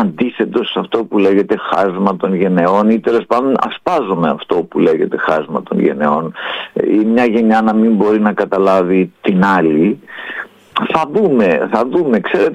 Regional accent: Epirus, Greece; born there; οι συνθήκες στην Ήπεθρο με αυτά που έζησα εγώ στο χωριό μου μέχρι το 1970 ήταν σχεδόν οι ίδιες

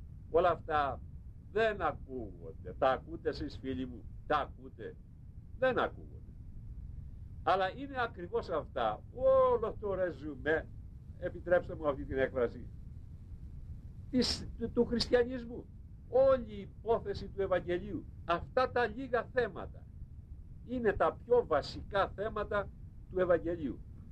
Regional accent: Chalandritsa, Western Greece, Greece; στο χωριό μου, στη Χαλανδρίτσα

